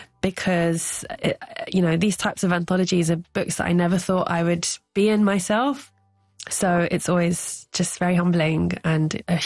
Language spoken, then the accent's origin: English; London, United Kingdom; Growing up in London as someone of Indian heritage, but completely British as well